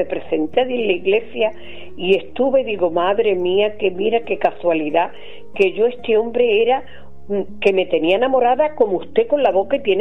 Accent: Huelva, Andalusia, Spain; Soy de Huelva, pero estoy ahora mismo en Mazagón.

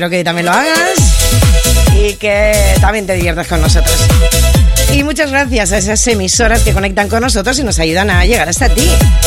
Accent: Barbastro, Aragon, Spain; Fiestas de aquí de mi tierra, de Barbastro

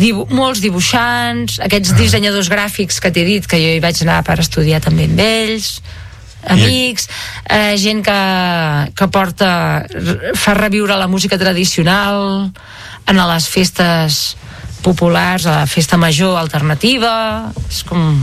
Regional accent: Catalonia, Spain; Sí, jo realment és que no em sento d'enlloc, però em sento de Catalunya.

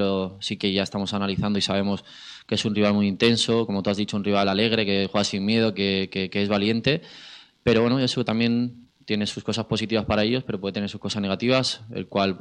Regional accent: Catalonia, Spain; moved away as an adult; now in Andalusia, Spain; hasta los 18 viví allí, soy catalán, tengo mucha familia allí

